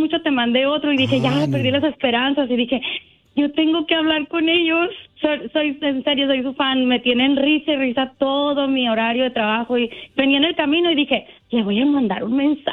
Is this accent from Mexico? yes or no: yes; Mexicali, Baja California, Mexico; moved away; Ya cuando estaba allá en el Valle de Mexicali, yo nací en el Ejido DF